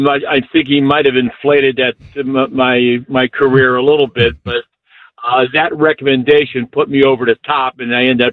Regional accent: Johnstown, Pennsylvania, United States; You know, I grew up in Johnstown. I went to Penn State and obviously got drafted here.

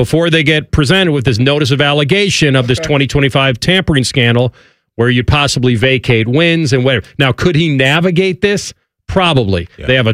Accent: Terre Haute, Indiana, United States; I'm an Indiana boy. I was born in Terre Haute.

